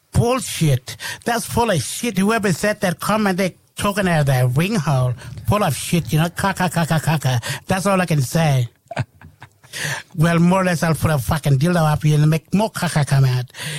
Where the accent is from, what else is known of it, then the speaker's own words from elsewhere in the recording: Australia; We are Australian. We're the First Nation, darling.